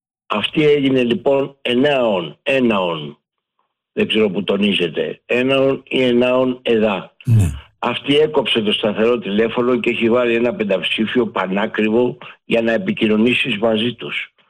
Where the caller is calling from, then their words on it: Greece; από τον Κέρακα.